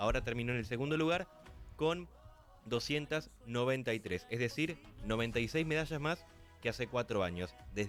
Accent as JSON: {"language": "Spanish", "country": "Argentina", "said": "como argentinos amantes del deporte, el amor por la camiseta y el deseo de siempre ir por más es lo que nos hace sentir orgullosos con nuestros deportistas."}